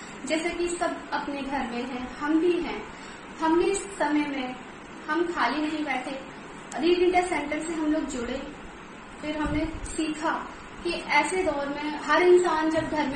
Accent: Delhi, India; और मैं दिल्ली से हूँ।

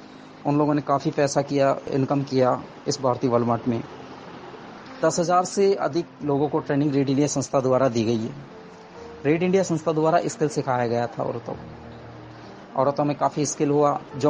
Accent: Gijgarh, Rajasthan, India; मैं राजस्थान के दौसा जिले के सिकराई तहसील के गिजगढ़ गांव का रहने वाला हूँ

